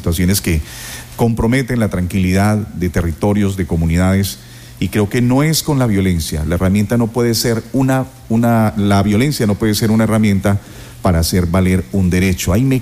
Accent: Colombia; es que somos colombianos

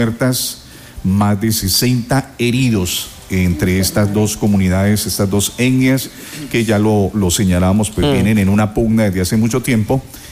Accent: Colombia; es que somos colombianos. Mire, somos colombianos

